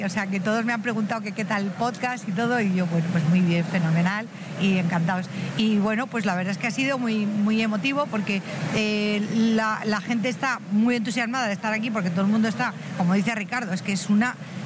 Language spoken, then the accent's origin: Spanish; Castile and León, Spain; Luego he ido al stand de Castilla y León, que también muy grande, hombre, es mi tierra, como no